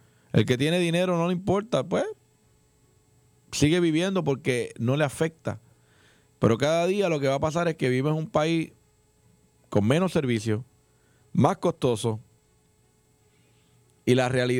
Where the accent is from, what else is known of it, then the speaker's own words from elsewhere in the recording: Puerto Rico; nosotros como puertorriqueños empecemos a pensar más en nuestro futuro